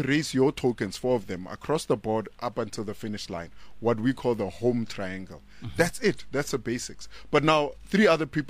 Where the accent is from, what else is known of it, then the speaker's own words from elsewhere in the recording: Gauteng, South Africa; born there; also born or lived in Mamelodi, Pretoria; I'm a native of Alexandra and Mamelodi and whatnot.